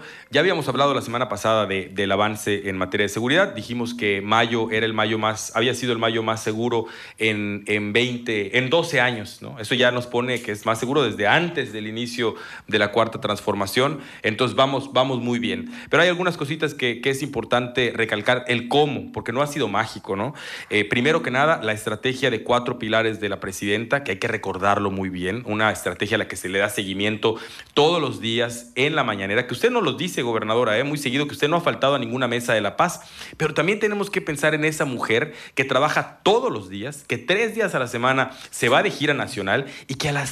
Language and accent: Spanish; Mexico